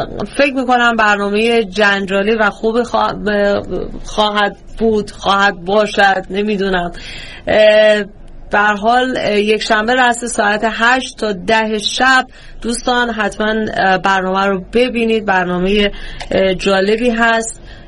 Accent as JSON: {"language": "Persian", "country": "Iran", "tie": "born or raised there", "said": "خصوصا من که در ایران بعد از انقلاب بزرگ شدم."}